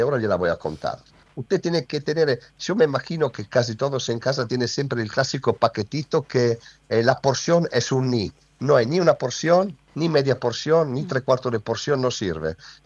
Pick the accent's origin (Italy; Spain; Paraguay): Italy; Milan, Lombardy; now in Argentina; Yo soy de Milán, pero me hago el clásico, el cremonese.